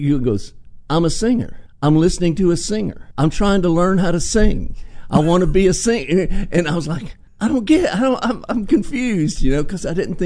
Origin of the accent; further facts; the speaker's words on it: Alabama, United States; Because my whole growing up in Alabama is my folks like country music